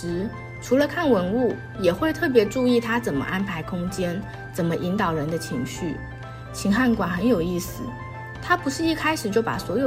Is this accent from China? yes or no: no; Taiwan; Hello， 大家好，